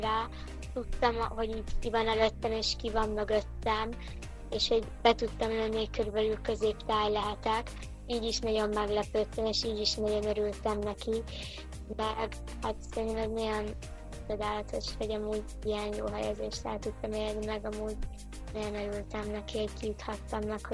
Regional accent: Hungary; Magyarországról jöttünk

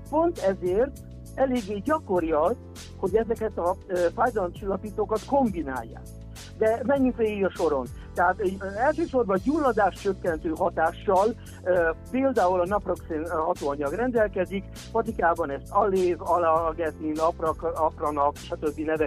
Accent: Hungary; illetve hát magyarok vagyunk

